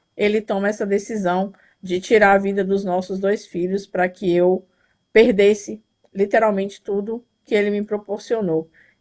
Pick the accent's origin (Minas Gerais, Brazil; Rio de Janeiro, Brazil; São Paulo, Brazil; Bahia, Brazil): Minas Gerais, Brazil; Teófilo Otoni; moved away as an adult; also born or lived in Belo Horizonte, Minas Gerais; now in Pará, Brazil; eu sou mineira, estou aqui no estado do Pará, mas sou natural de Teoflotone, Minas Gerais, e vivi 20 anos aí em Belo Horizonte.